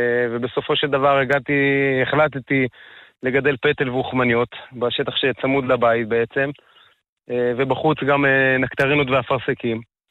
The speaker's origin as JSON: {"language": "Hebrew", "town": "Beit Hashmonai", "region": "Central District", "country": "Israel", "said": "אני במקור מבית חשמונאי, אשתי מקריית אונו במקור"}